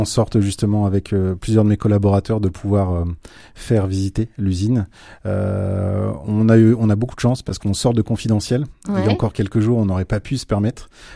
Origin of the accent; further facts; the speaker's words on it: Hauts-de-France, France; Je pense que moi, je viens de l'Oise. Hein, le week-end, ma maison est sur Amiens, mais je découvre l'Orne semaine après semaine depuis 7 mois.